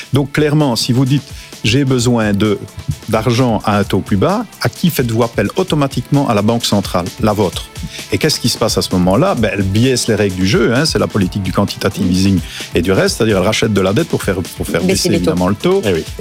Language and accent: French; Belgium; moi je suis belge, je ne suis pas espagnol